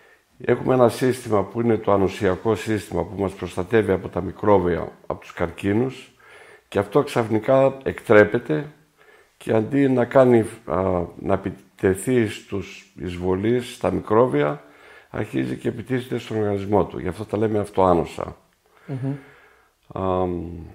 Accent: Metsovo, Epirus, Greece; Δεν είπα το πιο σημαντικό, ότι η καταγωγή μου είναι από το Μέτσοβο, είμαι βλάχος.

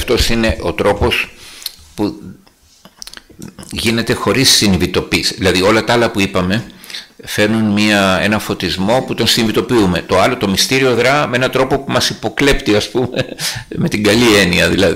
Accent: Ionian Islands, Greece; Αλλά είμαι από μέρος που μιλάνε πολύ. Εγώ είμαι από τα Εφτάνησα και άμα μας αφήσετε ελεύθερους, μιλάμε πάρα πολύ εμείς.

